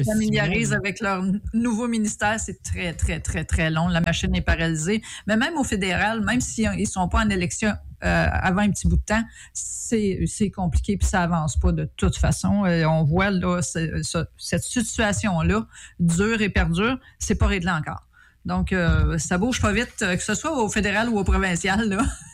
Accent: Gatineau, Quebec, Canada; Mon coin de pays à Gatineau

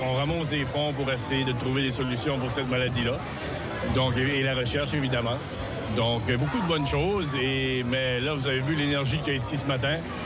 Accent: Shippagan, New Brunswick, Canada; Moi, je suis originaire de Chipagan

